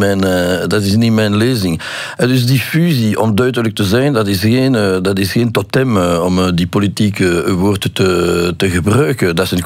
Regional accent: Brussels, Belgium; Ik ben een Brusselaar, dus ik ben heel trots op mijn stad.

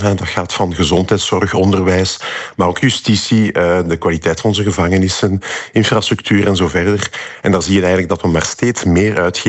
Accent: Belgium

